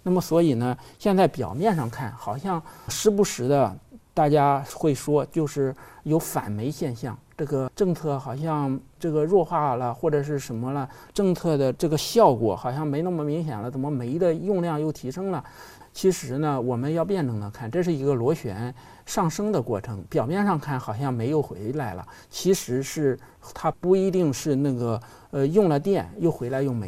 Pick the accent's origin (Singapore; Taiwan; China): China; Shandong; moved away; 我老家山东的，我父母在老家